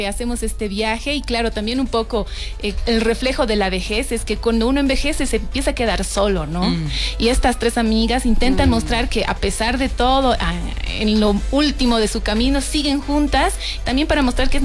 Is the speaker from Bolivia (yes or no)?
yes; Bolivia